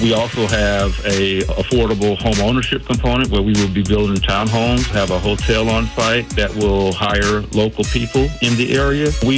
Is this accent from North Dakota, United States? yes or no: no; Fort Lauderdale, Florida, United States; because I grew up in the Sistrunk area